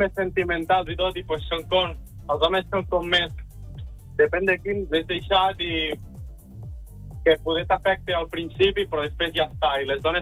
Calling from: Sant Ramon, Catalonia, Spain; de Sant Ramon.

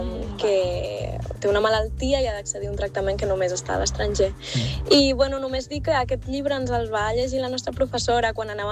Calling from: Reus, Catalonia, Spain

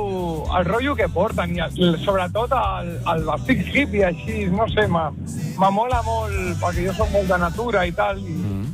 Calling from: Monistrol, Catalonia, Spain; de Monistrol.

